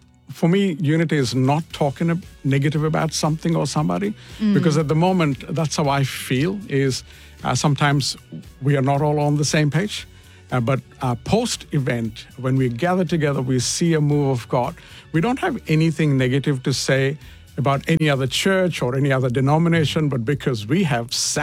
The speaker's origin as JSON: {"language": "English", "country": "India", "said": "I'm an Indian, by the way, sorry, because you can't see me, but I'm an Indian."}